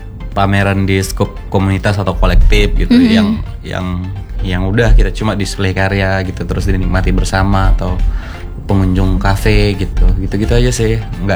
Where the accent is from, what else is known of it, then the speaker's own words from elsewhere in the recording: West Kalimantan, Indonesia; cerita atau tuturan dari daerahku tentang sejarah padi turun ke bumi dalam versi Dayak Kenayan